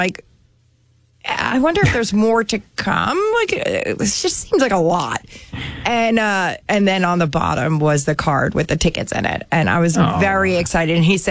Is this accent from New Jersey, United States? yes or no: yes; New Jersey, United States; and I'm from New Jersey.